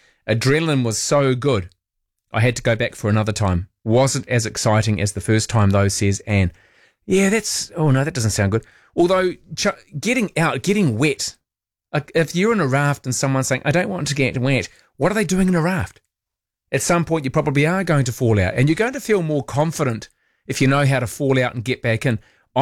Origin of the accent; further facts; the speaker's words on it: Vanuatu; Roman, I have never bungee jumped, but I grew up in Vanuatu and witnessed the Pentecost jump.